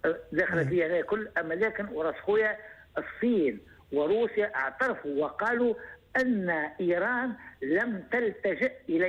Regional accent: Tunisia; الشيء اللي يحزنني كتونسي كعربي كمسلم

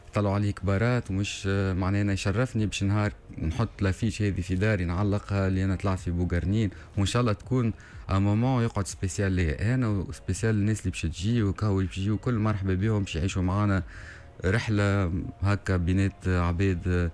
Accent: Tunisia; حياتي الكل هنا في تونس وما نخرجش

